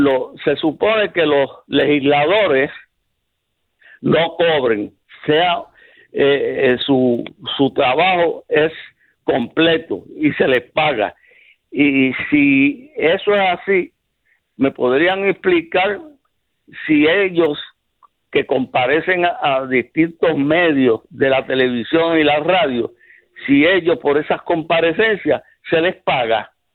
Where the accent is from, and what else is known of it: Río Piedras, Puerto Rico